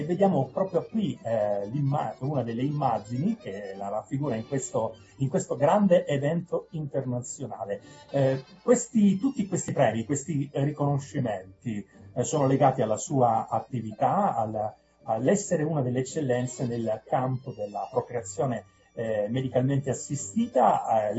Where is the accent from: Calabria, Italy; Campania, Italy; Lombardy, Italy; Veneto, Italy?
Calabria, Italy; now in Perugia, Italy; io sono attualmente a Perugia e sono calabrese